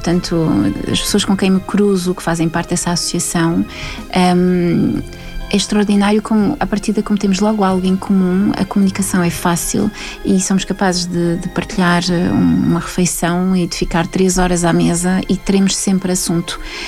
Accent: France; moved away as an adult; now in Portugal; Eu nasci em França, vivi, estudei em França, e aos 25 anos vim para Portugal, 24, 25.

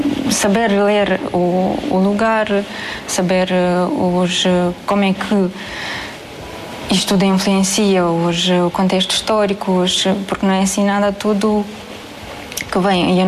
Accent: Moldova

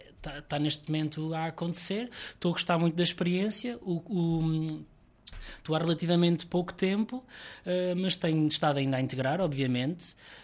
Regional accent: Portugal; É verdade que sou nascido e criado no Sota Casa, conheço o Sota Casa, conheço as pessoas do Sota Casa

